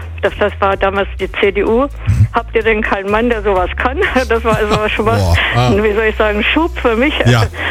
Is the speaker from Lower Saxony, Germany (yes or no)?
yes; Fallersleben, Lower Saxony, Germany; ich bin in Fallersleben geboren worden, habe eigentlich, mich mit diesem Ort hier identifiziert, bin hier aufgewachsen